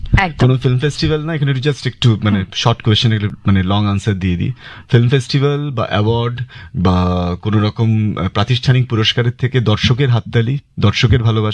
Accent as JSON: {"language": "Bangla", "region": "West Bengal", "country": "India", "said": "এপার বাংলাতেও আমরা"}